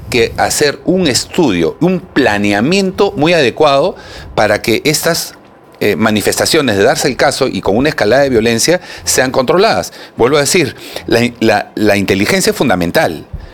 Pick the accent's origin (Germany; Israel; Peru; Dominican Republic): Peru